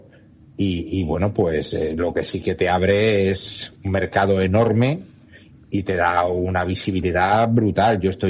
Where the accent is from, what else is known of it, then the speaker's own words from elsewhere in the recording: Spain; y somos nosotros españoles, bueno, pero nosotros somos del Partizan.